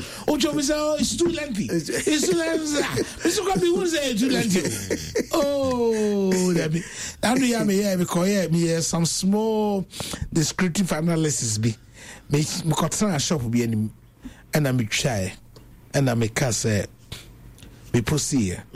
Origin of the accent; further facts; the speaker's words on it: Ghana; I'm Ghanaian. I say, but are you also Ghanaian? I say, I'm a Ghanaian.